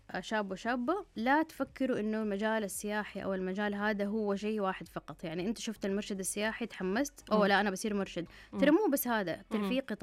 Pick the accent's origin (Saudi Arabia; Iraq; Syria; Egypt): Saudi Arabia; Jeddah, Makkah Province; هذه جدة أو هذه مدينتي